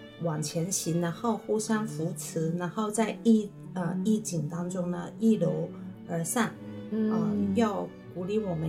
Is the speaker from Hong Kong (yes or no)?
yes; Hong Kong; 这是我们香港人的一个很非常的著名的一个